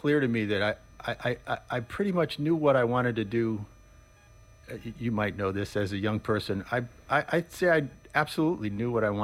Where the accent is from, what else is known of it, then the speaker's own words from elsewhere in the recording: New Haven, Connecticut, United States; moved away as an adult; also born or lived in Boston; most of the time I haven't lived in New York, only a little bit in the 80s. I lived in, like I said, I grew up in New Haven. I lived in Boston for a long time